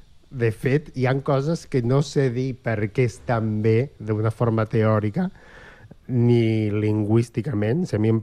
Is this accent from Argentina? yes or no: yes; Argentina; Catalan is a second language; moved away; Abans d'aprendre a escriure castellà, perquè sóc d'Argentina